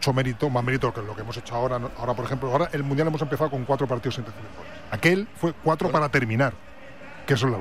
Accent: Spain; Yo soy de España, no como vosotros, yo soy de España.

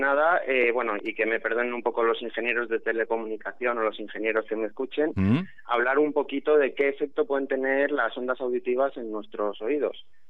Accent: Alicante, Valencian Community, Spain; Yo soy alicantino desde siempre y desde que nací.

